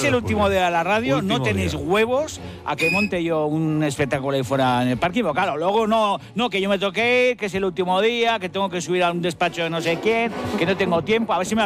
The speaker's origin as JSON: {"language": "Spanish", "region": "Basque Country", "country": "Spain"}